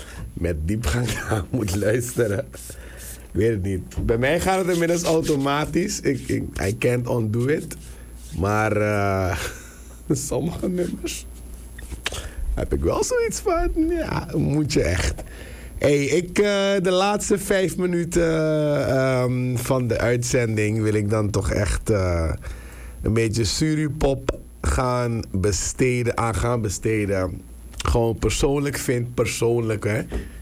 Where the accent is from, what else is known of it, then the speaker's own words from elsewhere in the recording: Suriname; als Surinamer, als Kondreman